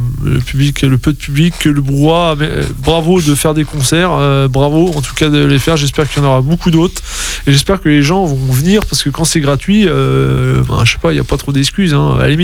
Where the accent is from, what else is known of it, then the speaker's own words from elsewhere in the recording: France; Moi aussi, je suis originaire du Bocage